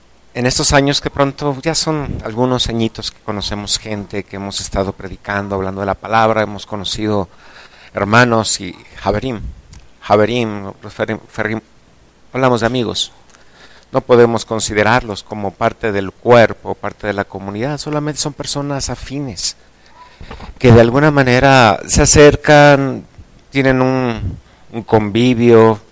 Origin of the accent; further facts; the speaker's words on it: Mexico; nosotros que somos mexicanos, la gran mayoría